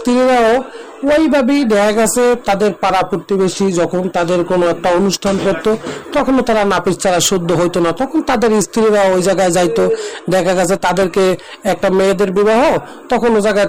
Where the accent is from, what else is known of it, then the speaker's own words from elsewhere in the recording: Patuakhali, Barisal Division, Bangladesh; now in Dhaka, Bangladesh; তারপরে এক সময় আমি নিজেও পরে এই কাজে গ্রাম থেকে এসে পটুয়াখালী থেকে এসে এই যে ঢাকাতে কাজ করতেছি।